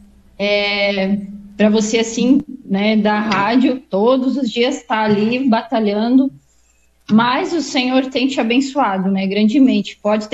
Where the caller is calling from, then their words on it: Brazil; Daqui de Itaió